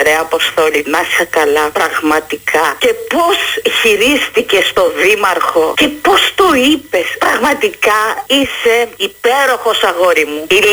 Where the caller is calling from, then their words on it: Glyfada, Attica, Greece; από Γλυφάδα.